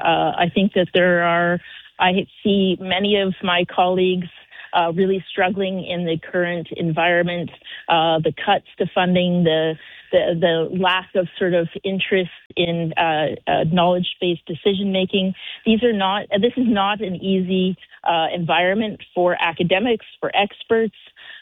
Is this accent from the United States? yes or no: no; Canada; it was the right decision to come back to Canada. I am Canadian